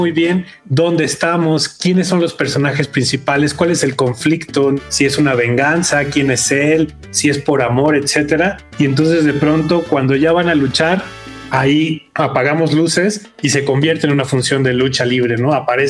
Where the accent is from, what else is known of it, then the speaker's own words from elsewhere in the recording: Mexico; nos orgullece como mexicanos